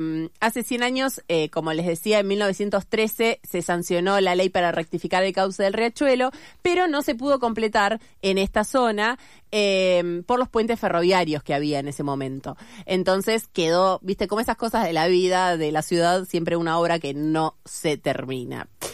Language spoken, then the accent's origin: Spanish; Avellaneda, Buenos Aires Province, Argentina; now in Buenos Aires, Argentina; yo que soy de Avellaneda. Claro. Y que vivo en la ciudad.